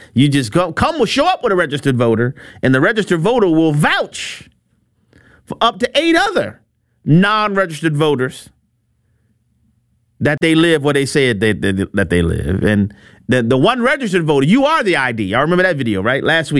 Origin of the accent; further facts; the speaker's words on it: New Orleans, Louisiana, United States; in my hometown of New Orleans, Louisiana